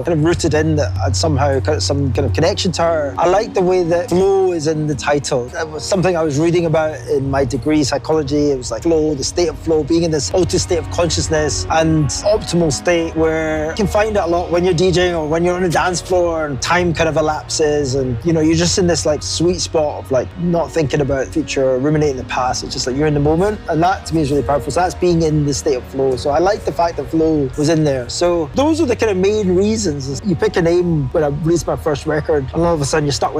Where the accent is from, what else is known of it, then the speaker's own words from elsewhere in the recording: Glasgow, Scotland, United Kingdom; also born or lived in Edinburgh; And yeah, I was born in Glasgow, so I'm Glaswegian. Lived here till I was, went to university in Edinburgh, did that, fled back to Glasgow as quickly as I possibly could after the degree.